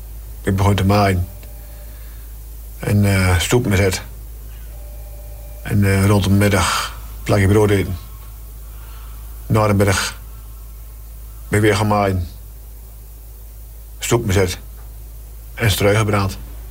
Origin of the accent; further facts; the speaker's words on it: Waterland, North Holland, Netherlands; Ik kwam uit Waterland, Noord-Holland